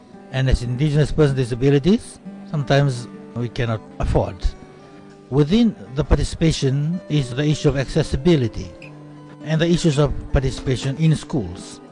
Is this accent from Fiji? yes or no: yes; Fiji; I am from Fiji, so I'm an indigenous Fijian.